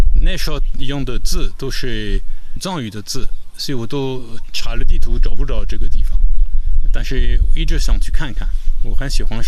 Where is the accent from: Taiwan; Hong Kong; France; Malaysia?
France; Chinese is a second language; now in China; 第一次是1980年到中国来